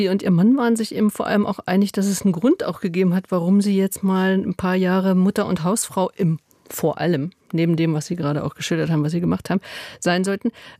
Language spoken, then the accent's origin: German; West Germany, Germany; Ich wusste gar nicht, dass es das in der DDR, ich komme aus dem Westen.